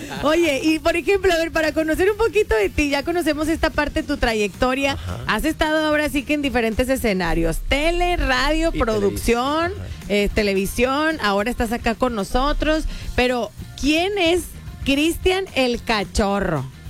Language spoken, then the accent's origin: Spanish; Coahuila, Mexico; born there; moved away as an adult; Nací en Coahuila.